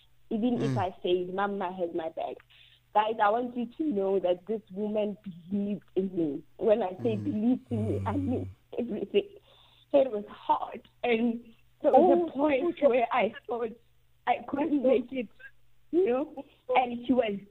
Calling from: Johannesburg, Gauteng, South Africa; I'm calling from Johannesburg.

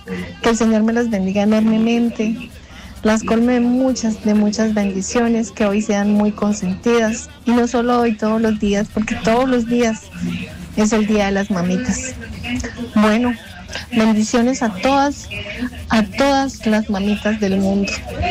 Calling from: Rionegro, Santander, Colombia; Acá buenos deseándoles días desde Río Negro, Santander.

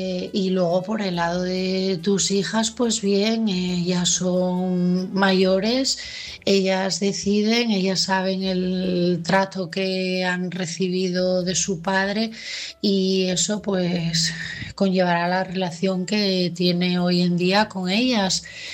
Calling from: Asturias, Spain; de Asturias

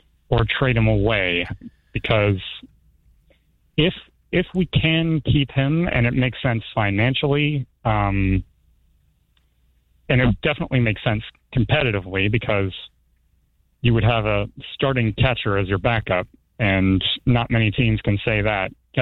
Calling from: Winder, Georgia, United States; where I am in Winder

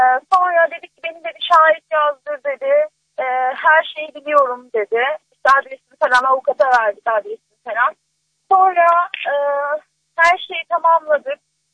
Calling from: Antalya, Turkey; ben Antalya'dan arıyorum

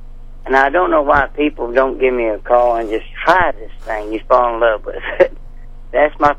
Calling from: Franklin, Missouri, United States; Franklin, Missouri.

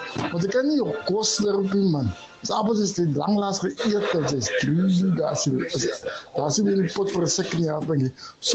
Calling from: Western Cape, South Africa; van die Weskaap.

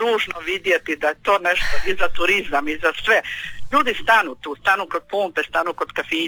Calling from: Zadar, Zadar County, Croatia; Ja sam inače iz Zadra, dolazim u Gračac

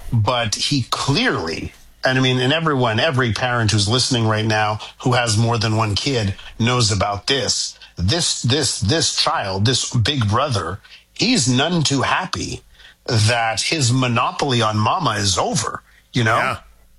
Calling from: Quebec, Canada; Listen, you know, in Quebec, I come to you from Soviet Quebecistan, as you know. And, you know, here we like to tax you. You know, they know how to tax in Quebec.

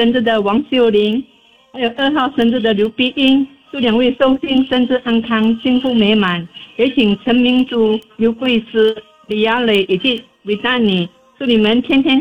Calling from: Singapore

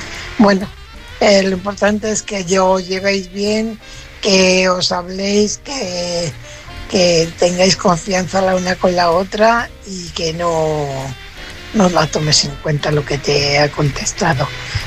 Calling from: Fuenlabrada, Community of Madrid, Spain; corresponsal de Fuenlabrada.

